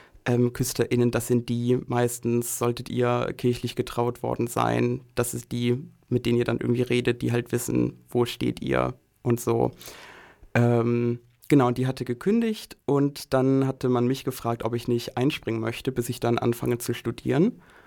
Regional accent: Aachen, North Rhine-Westphalia, Germany; moved away as an adult; now in Vienna, Austria; als queere Person, ich komme aus Aachen, mind you, und Aachen ist halt ungefähr genauso römisch-katholisch geprägt wie Wien und Österreich auch.

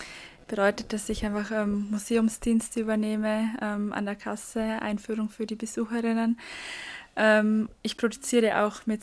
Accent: Sibratsgfäll, Vorarlberg, Austria; moved away as an adult; now in Sweden; nein, ich komme eigentlich aus Siebratsgfäll, aus dem Nachbardorf. Ich bin aber schon in Hittisau in die Schule gegangen

